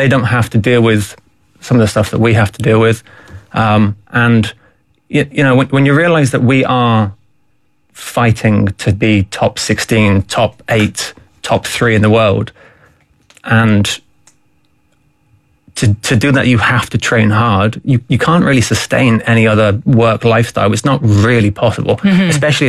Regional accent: Ireland

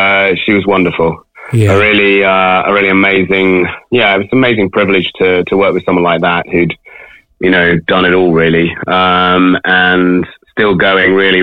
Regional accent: Sheffield, Yorkshire and the Humber, United Kingdom; born there; I'm talking to you at the moment from Leeds, which is not so far away from where I was born in Sheffield. It's always nice to be in Yorkshire.

